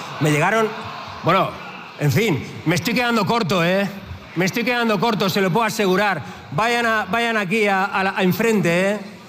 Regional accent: Catalonia, Spain; Somos casi 10 millones de personas en Cataluña.

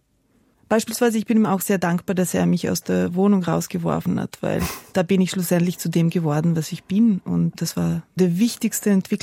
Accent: Croatia; Ich kannte diesen Begriff gar nicht bis zum Jahr 91, 92, als Kinder in Kroatien begonnen haben, mir auf der Straße zuzurufen, dass ich eine Serbin bin oder Chetnik

